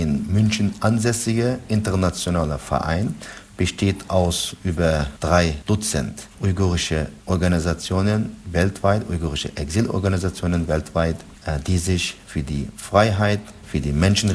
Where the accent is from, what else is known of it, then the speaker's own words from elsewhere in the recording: Xinjiang, China; Das ist meine Heimat, wo ich geboren, aufgewachsen bin, wo ich meine Schulausbildung bekommen habe, wo ich studiert habe, wo ich meine schönsten Kindheitszeiten erlebt habe.